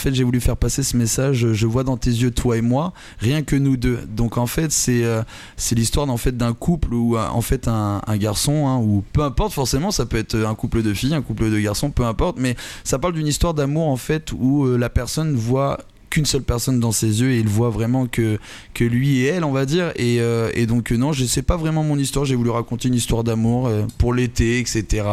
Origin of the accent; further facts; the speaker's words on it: Marennes, Nouvelle-Aquitaine, France; je viens de Marennes. Depuis tout petit, j'ai grandi là et je suis fier d'être marrainé, on va dire.